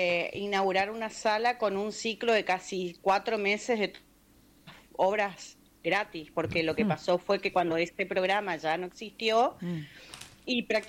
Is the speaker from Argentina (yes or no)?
yes; Argentina